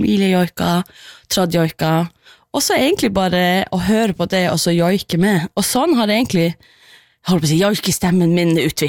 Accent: Karasjok, Finnmark, Norway; jeg vokste opp i Karasjok

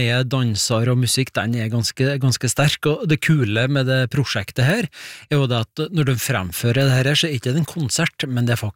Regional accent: Trøndelag, Norway; accent: Trøndelag dialect; hvis jeg skal bruke min egen dialekt fra Trøndelag, altså vi sier kvovne, men vi sier kvomne.

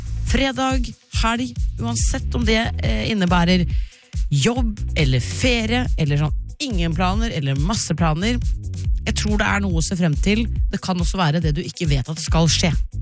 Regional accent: Larvik, Vestfold, Norway; moved away; hjem til Larvik etter sending i dag for å ta sommerferie der, i hjembyen min, kystbyen Larvik.

